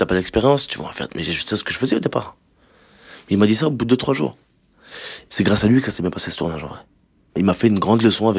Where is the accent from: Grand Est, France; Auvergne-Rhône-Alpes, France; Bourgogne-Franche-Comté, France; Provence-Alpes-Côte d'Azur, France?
Grand Est, France; Sélestat; Même dans ma ville d'origine, parce que moi je viens d'Alsace, même dans ma ville d'origine...